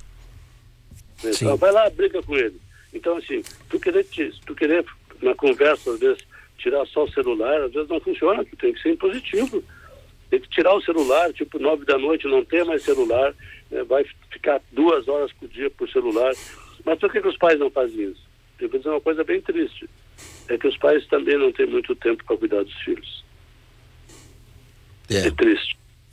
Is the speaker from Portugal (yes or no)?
no; Arvorezinha, Rio Grande do Sul, Brazil; porque eu também sou colono, viu? Eu nasci, para vocês ouvirem, eu nasci em Arvorezinha, que pertencia a Encantado. Fiquei até 12 anos em Arvorezinha.